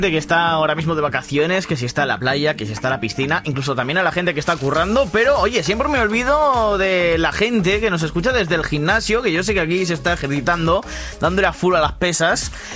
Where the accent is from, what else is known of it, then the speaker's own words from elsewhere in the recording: Cuéllar, Castile and León, Spain; voy a saludar al gimnasio de mi pueblo, que siempre tiene puesto los 40 Urban, así que desde aquí un saludito a toda la gente que nos escucha desde Apolo de Cuellar.